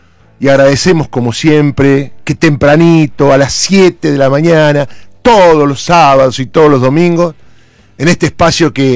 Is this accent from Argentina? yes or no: yes; Córdoba, Argentina; tengo algo de humor porque soy cordobés